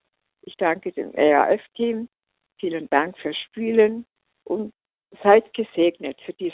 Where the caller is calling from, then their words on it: St. Georgen im Schwarzwald, Baden-Württemberg, Germany; Ich komme aus St. Georgen im Schwarzwald